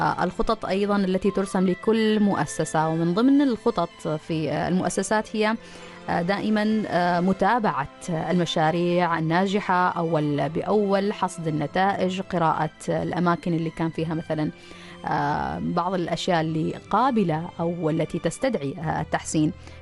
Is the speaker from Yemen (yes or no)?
no; Oman; في تحسين جودة التعليم عندنا في سلطنة عمان